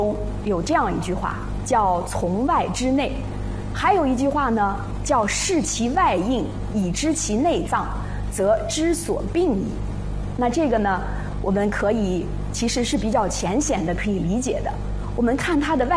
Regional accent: China; 我们中国人

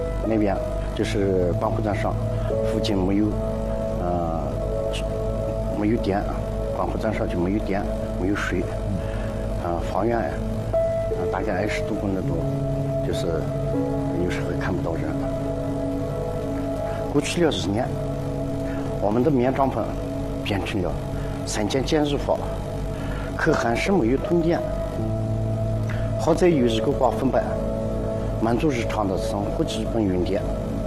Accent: Qinghai, China; 这里就是生我养我的地方。

